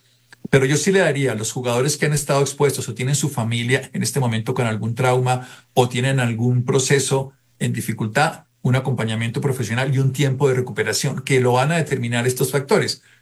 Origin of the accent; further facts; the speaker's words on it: Colombia; Pero como colombianos, dejemos las divisiones, dejemos todas las hipótesis que nos separan y juntémonos porque nos tiene que doler a todos.